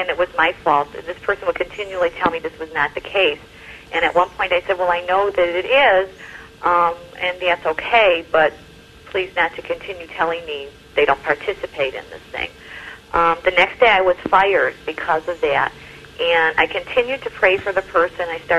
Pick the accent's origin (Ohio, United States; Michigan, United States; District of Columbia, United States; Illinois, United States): Illinois, United States; Chicago